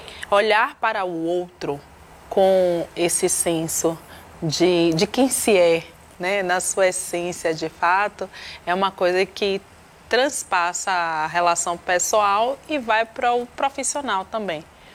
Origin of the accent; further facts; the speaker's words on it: Salvador, Bahia, Brazil; accent: Bahian; como vocês podem perceber com o meu sotaque, baiana, soteropolitana, com muito orgulho.